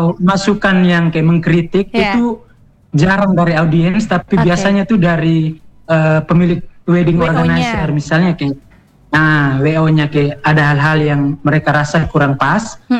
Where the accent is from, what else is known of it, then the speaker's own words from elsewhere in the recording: Indonesia; asal saya dari Desa Walitsala nih.